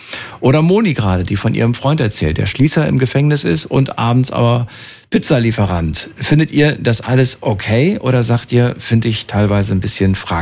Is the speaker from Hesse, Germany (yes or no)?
yes; Frankfurt, Hesse, Germany; ich bin ja in Frankfurter eigentlich, also daher weiß ich das.